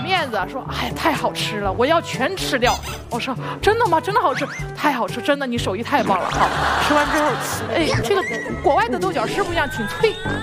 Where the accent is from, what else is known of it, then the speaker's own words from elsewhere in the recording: Chengdu, Sichuan, China; moved away as an adult; also born or lived in Italy; 我是成都人